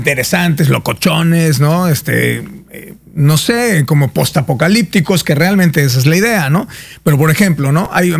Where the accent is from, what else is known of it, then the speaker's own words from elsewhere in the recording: Mexico; Yo soy mexicano y permea mi mexicanidad en lo que hago.